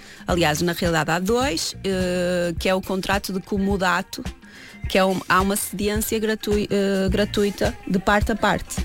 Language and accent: Portuguese; Amarante, Norte, Portugal; also born or lived in Porto; tenho muita sorte de ter crescido lá, ali à beira do rio. E portanto, eu sou originalmente de lá, da aldeia onde vivo atualmente, mas na realidade eu nunca pensei que ia ficar em Amarante, não é? Eu estudei Belas Artes, escultura, e portanto fui para o Porto